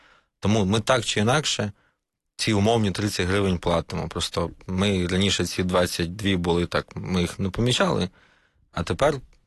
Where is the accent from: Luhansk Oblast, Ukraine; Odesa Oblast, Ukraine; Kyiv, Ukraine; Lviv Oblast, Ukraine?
Kyiv, Ukraine; ми ж все одно, як кияни, платимо за цей проїзд